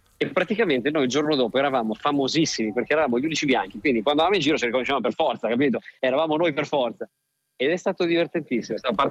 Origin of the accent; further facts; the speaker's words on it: Pesaro, Marche, Italy; moved away as an adult; now in Milan, Italy; Milano è la città che mi ha adottato, io sono di Pesaro nelle Marche, ma mi sono trasferito quasi 20 anni fa ormai a Milano